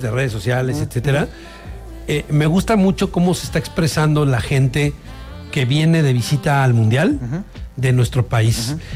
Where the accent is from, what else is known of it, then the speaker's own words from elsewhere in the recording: Mexico; yo soy mexicano